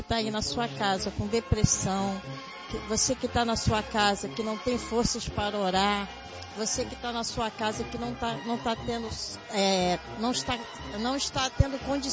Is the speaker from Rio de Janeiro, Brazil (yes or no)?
yes; Rio de Janeiro, Brazil